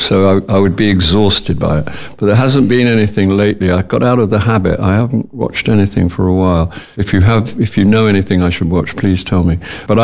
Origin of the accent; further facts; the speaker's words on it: Surrey, South East England, United Kingdom; I grew up in the Catholic religion. You know, I went to Catholic school. You know, it was a Catholic community to some degree, to a large degree, albeit in a funky little town in Surrey